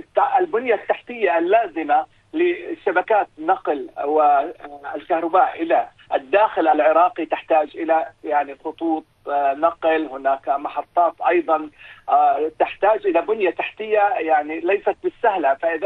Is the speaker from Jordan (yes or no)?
yes; Jordan; نحن في الأردن